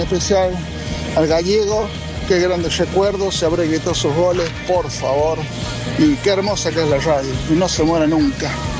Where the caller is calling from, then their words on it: La Rioja, Argentina; de La Rioja.